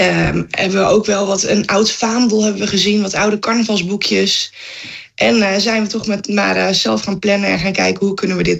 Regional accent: Rutten, Flevoland, Netherlands; moved away as an adult; now in Marknesse, Netherlands; Ik kom zelf uit Rutte en ik ben opgegroeid in een echt carnavalsgezin.

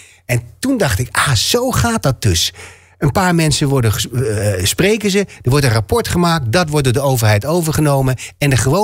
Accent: Groningen, Netherlands; accent: Gronings; dat is gewoon mijn taal waar ik vandaan kom. Als ik met mijn ouders praat, dan praat ik zo

